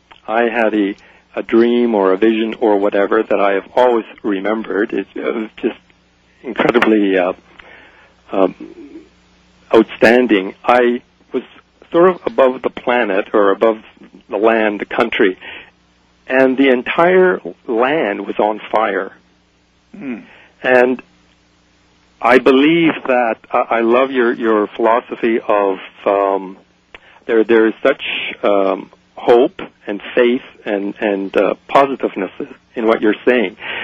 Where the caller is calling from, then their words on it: Vancouver, British Columbia, Canada; I'm calling you from Vancouver, B.C., 1410 C-Fund. It's where I listen to you.